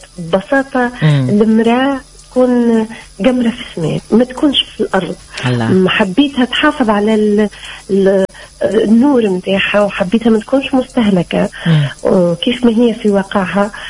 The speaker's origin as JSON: {"language": "Arabic", "country": "Tunisia", "accent": "Tunisian", "said": "إحنا لهجتنا جميلة"}